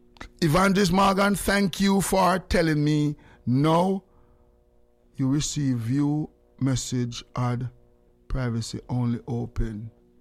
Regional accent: Jamaica; now in Canada; from Jamaica.

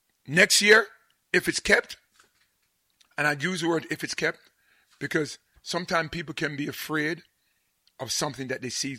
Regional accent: Ireland; because I'm Irish.

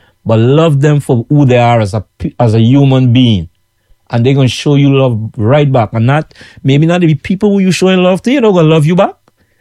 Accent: Georgetown, Guyana; now in New York, United States

